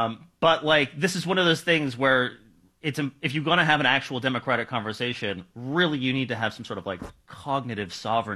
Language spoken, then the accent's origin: English; Canada